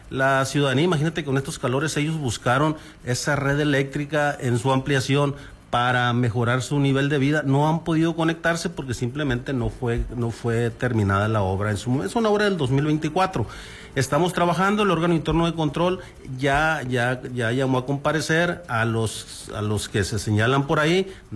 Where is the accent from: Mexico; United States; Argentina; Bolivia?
Mexico